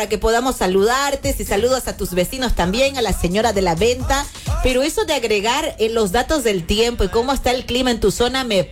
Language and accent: Spanish; El Torno, Santa Cruz, Bolivia; Así somos las torneñas.